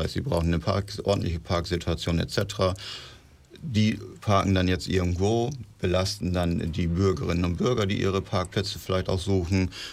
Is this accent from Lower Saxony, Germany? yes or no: yes; Emden, Lower Saxony, Germany; now in Twixlum, Germany; Ich komme nicht aus einem der Dörfer, das heißt, ich habe kein Kirchturmdenken. Ich komme ja aus Emden.